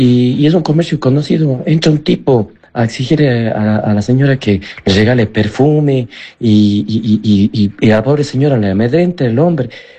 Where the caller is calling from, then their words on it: Cuenca, Azuay, Ecuador; soy de aquí de Cuenca.